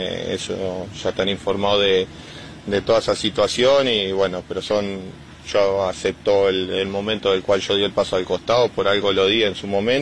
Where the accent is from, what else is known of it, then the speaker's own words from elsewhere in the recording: Uruguay; Y yo soy uruguayo